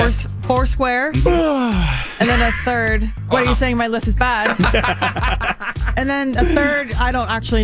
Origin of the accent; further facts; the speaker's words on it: Oregon, United States; I grew up in Oregon